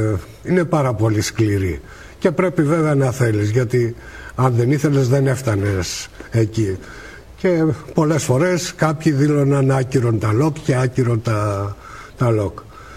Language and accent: Greek; Central Greece, Greece; Γεννήθηκα στην Εύβοια, σε κάποιο χωριό της Εύβοιας, κοντά στο Αλιβέρι.